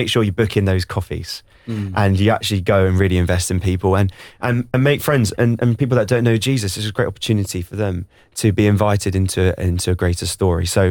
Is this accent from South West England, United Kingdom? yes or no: no; London, United Kingdom; Oh, from Istanbul, but then I lived in... I'm from Southeast London, so yeah.